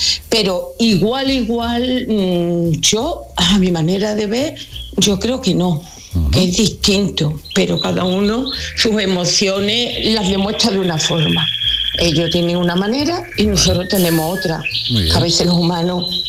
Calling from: Dos Hermanas, Andalusia, Spain; de Dos Hermanas.

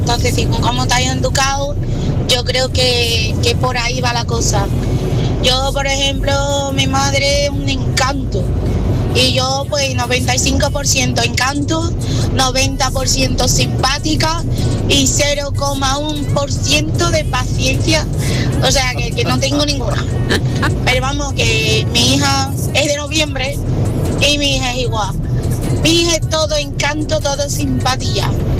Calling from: Seville, Andalusia, Spain; de Sevilla.

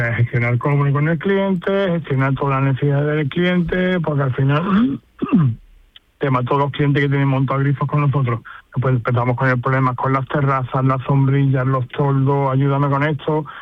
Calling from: Málaga, Andalusia, Spain; Nosotros estamos en Málaga

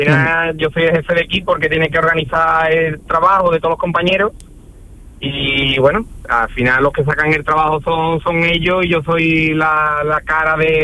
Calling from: Bollullos de la Mitación, Andalusia, Spain; Trabajo en Sevilla, soy de Bollullo de la Habitación.

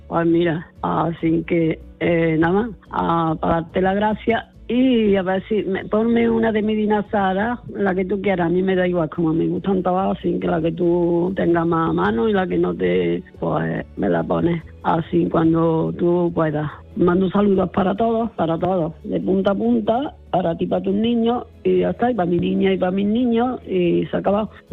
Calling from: Córdoba, Andalusia, Spain; de Córdoba

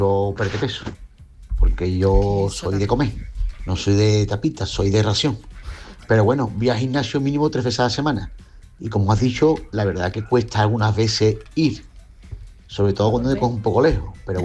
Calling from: Cádiz, Andalusia, Spain; de Cádiz.

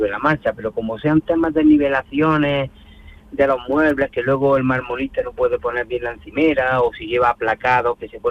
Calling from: Granada, Andalusia, Spain; Somos de Granada.

